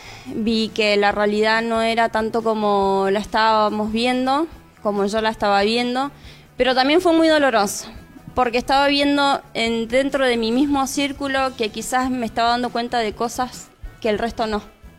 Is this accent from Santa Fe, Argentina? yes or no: no; La Pampa, Argentina; moved away as an adult; now in Mendoza, Argentina; vengo de La Pampa, estoy hace 12 años viviendo acá en Mendoza, me vine a estudiar.